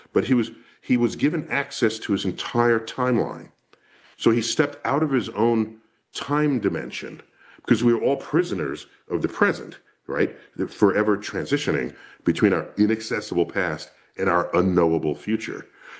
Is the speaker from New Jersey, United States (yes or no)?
no; New York City, New York, United States; born and raised in New York City.